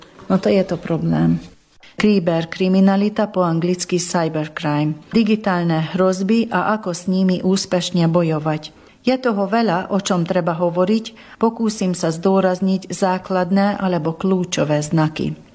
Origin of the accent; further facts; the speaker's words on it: Lucina, Nógrád, Hungary; also born or lived in Budapest; now in Salgótarján, Hungary; Moja rodná dedina je Lucina, slovenská národnostná dedina tu na Maďarsku. A moja celá rodina rozumie, hovorí po slovensky.